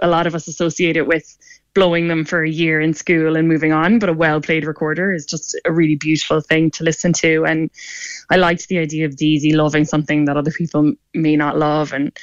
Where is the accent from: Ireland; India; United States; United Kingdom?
Ireland; Sixmilebridge, Munster; now in Limerick, Ireland; So I'm from Six Mile Ridge in County Clare, and now I'm based in Limerick City